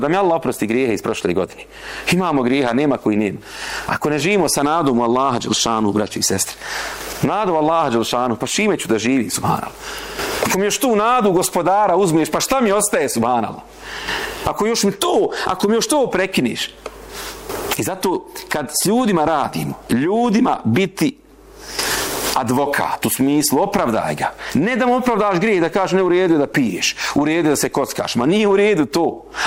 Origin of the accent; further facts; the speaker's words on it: Bosnia & Herzegovina; ja sam Bošnjak i Bosanac, ja sam musliman u vjerskom smislu, znam i ko sam i šta sam.